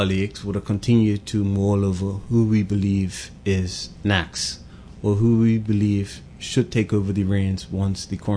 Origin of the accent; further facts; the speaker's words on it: Pembroke, Bermuda; Growing up in Pembroke, attending West Pembroke Primary School, then moving on to the Barclay Institute